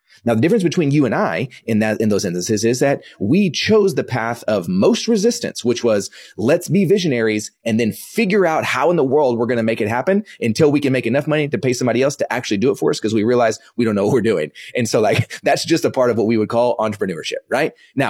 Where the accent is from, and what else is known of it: Dallas, Texas, United States; born or raised there; also born or lived in Kansas